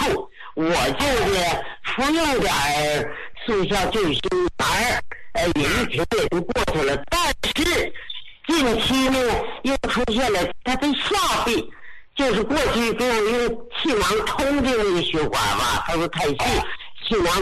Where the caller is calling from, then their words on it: Beijing, China; 我先说我是北京的，